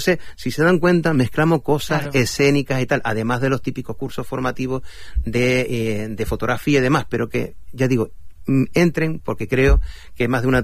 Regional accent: La Palma, Canary Islands, Spain; los que somos de La Palma

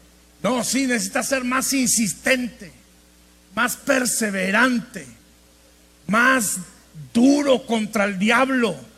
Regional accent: northern Mexico, Mexico; Como somos así los norteños, ¿verdad? Hablamos primero y pensamos después.

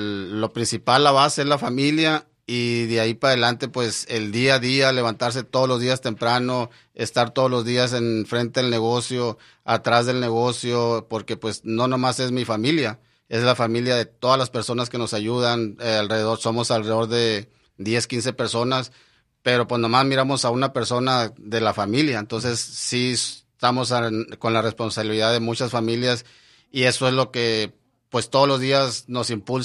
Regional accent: Los Mochis, Sinaloa, Mexico; now in Phoenix, United States; yo vengo de Los Mochis, Sinaloa, mi esposa es de Chihuahua.

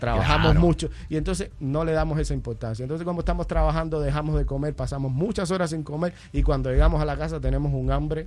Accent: Cuba; now in Las Vegas, United States; En Cuba, de donde soy

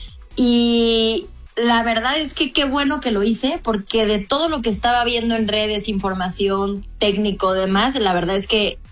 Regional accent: Hermosillo, Sonora, Mexico; born there; No, nací en Hermosillo, Sonora.

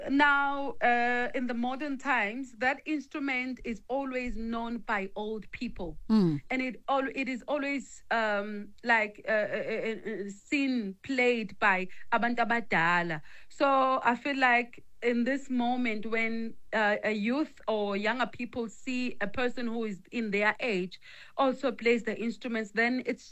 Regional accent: Mandeni, KwaZulu-Natal, South Africa; I grew up in Mandeni, which is north of KZN.

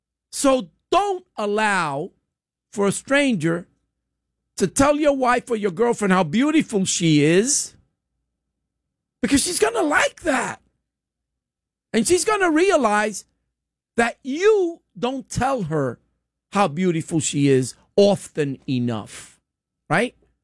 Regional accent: United States; we have as American citizens and as Americans

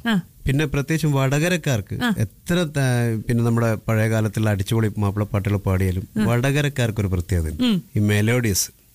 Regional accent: Vadakara, Kerala, India; നമ്മുടെ നാട്ടിൽ, ഇപ്പൊ എന്റെ നാട്ടിൽ വടകര

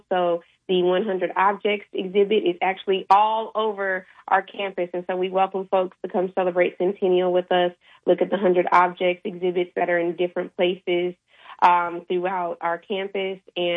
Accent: Denver, Colorado, United States; I grew up in Denver. I grew up celebrating Juneteenth.

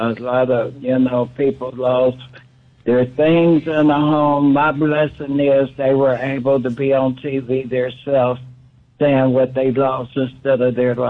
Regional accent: Indianapolis, Indiana, United States; from Indianapolis, Indiana.

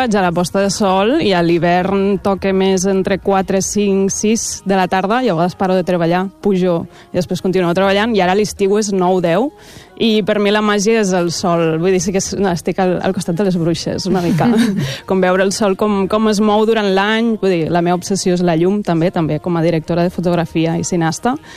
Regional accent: Puigverd de Lleida, Catalonia, Spain; moved away as an adult; now in Barcelona, Spain; soc de Puigverd de Lleida, que és un poble molt petit del Segrià, i llavors jo em dono treva aquí a Barcelona

